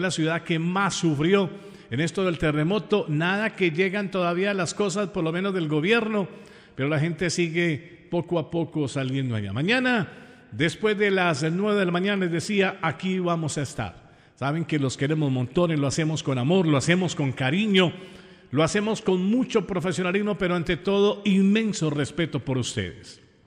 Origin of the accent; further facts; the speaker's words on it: Colombia; born there; yo soy orgullosamente hispano, orgullosamente latino, orgullosamente hablo este castellano, este español, como decimos en la calle. Nací en una tierra maravillosa, en la puerta Sudamérica, en Colombia